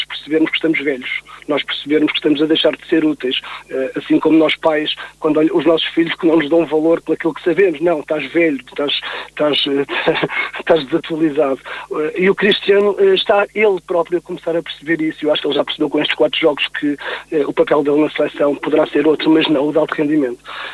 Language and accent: Portuguese; Portugal; se digo que sou de Portugal